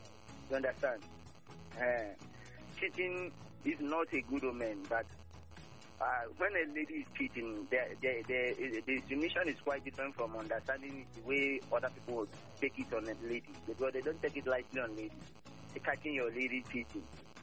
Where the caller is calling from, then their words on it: Nigeria; I'm calling from Omoga.